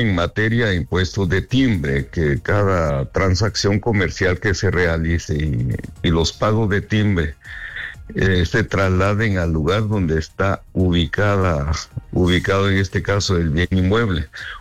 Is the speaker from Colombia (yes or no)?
no; Guatemala